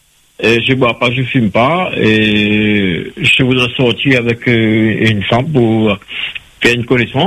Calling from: West of Réunion, Réunion; Moi, je suis de l'Ouest

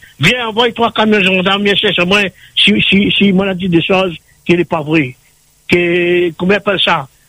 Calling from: Saint-Benoît, Réunion; j'habite à Saint-Benoît

